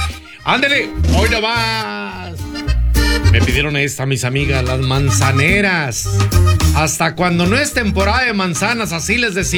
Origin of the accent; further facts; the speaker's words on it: La Concepción, Jalisco, Mexico; yo iba a hacer mi primera comunión allá, en la Concepción, Jalisco, municipio de Ayotlán, sí señor, también de Jalisco